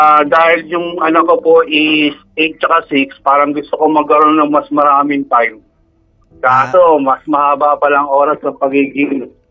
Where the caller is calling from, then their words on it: Manila, Metro Manila, Philippines; Taga Santa Ana, tenement punta, Santa Ana.